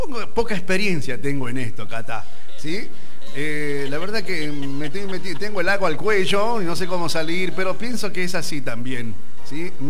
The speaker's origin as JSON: {"language": "Spanish", "town": "San Pedro de Jujuy", "region": "Jujuy", "country": "Argentina", "said": "Nosotros somos de San Pedro de Jujuy."}